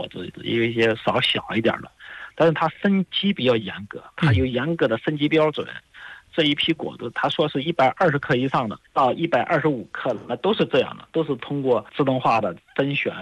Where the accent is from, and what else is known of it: China